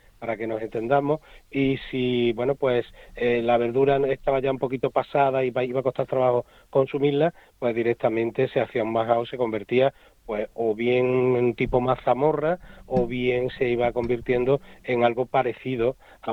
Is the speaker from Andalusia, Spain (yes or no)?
yes; Córdoba, Andalusia, Spain